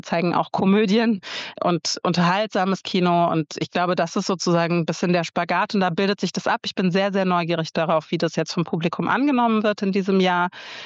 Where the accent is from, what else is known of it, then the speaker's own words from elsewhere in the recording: Berlin, Germany; Einen Film, den ich als Berlinerin sehr geliebt habe